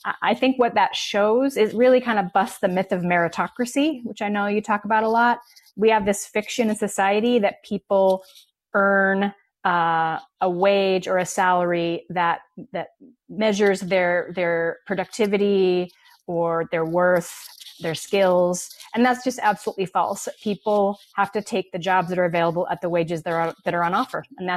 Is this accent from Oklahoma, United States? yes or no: no; Utah, United States; moved away; also born or lived in New York City; I was living in New York City at the time. I moved back to my home state of Utah